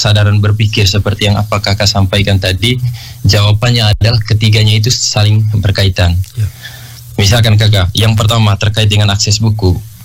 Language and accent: Indonesian; East Nusa Tenggara, Indonesia